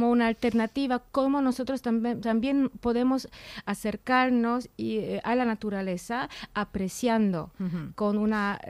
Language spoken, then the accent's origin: Spanish; Lower Silesian Voivodeship, Poland; Spanish is a second language; en la parte del oeste, como Wrocław, que es muy precioso, es muy cerca de mi ciudad natal, porque no había destrucción durante la Segunda Guerra, antes pertenecía también a Alemania.